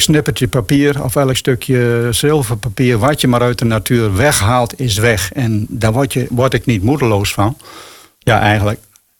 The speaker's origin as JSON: {"language": "Dutch", "town": "Suameer", "region": "Friesland", "country": "Netherlands", "said": "Want ik kom zelf uit Samar"}